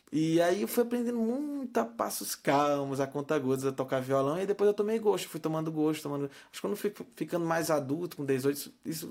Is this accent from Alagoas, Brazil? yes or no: yes; Arapiraca, Alagoas, Brazil; Arapiraca fica no interior, no Agreste de Alagoas. Agreste significa uma região ali que não tem mar.